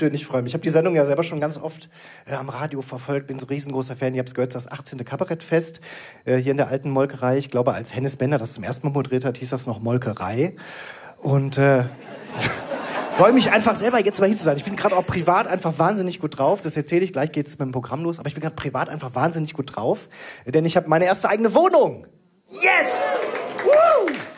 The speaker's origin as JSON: {"language": "German", "town": "Krefeld", "region": "North Rhine-Westphalia", "country": "Germany", "tie": "born or raised there", "said": "Denn ich bin aufgewachsen in der Nähe von Paris. In Krefeld."}